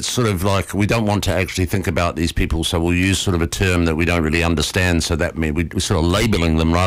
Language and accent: English; New Zealand; I am from New Zealand